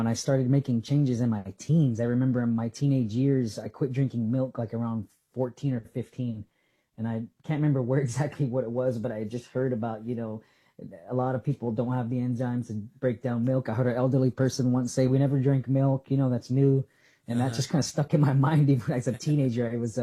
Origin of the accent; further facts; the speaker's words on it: Salt River, Arizona, United States; growing up in Salt River